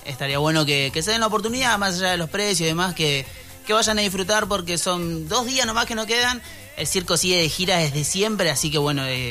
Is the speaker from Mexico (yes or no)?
no; Argentina; nosotros somos un grupo argentino